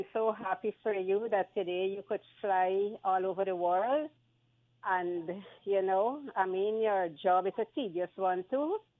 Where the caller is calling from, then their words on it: Diamond, Demerara-Mahaica, Guyana